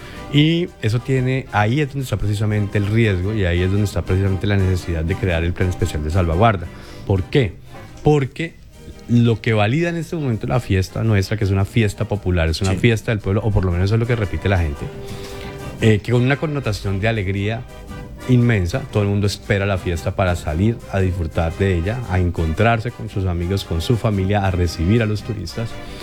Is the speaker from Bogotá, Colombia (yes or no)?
no; Huila, Colombia; la identidad cultural como huilenses.